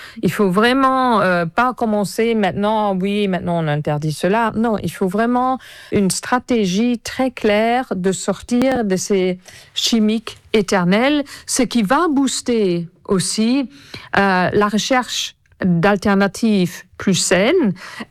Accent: Luxembourg; je viens du Luxembourg

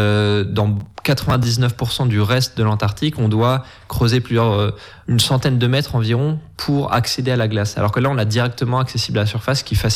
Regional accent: France; Moi, par exemple, je suis français à la base.

